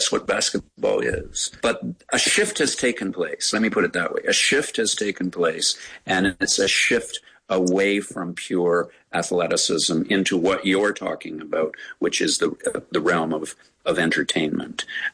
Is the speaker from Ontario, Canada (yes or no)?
yes; Hamilton, Ontario, Canada; Grew up in Hamilton